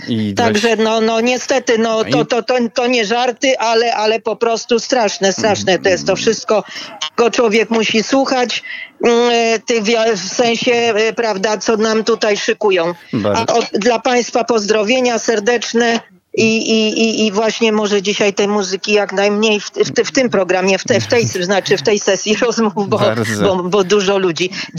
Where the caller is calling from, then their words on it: Warsaw, Masovian Voivodeship, Poland; stała słuchaczka z Warszawy.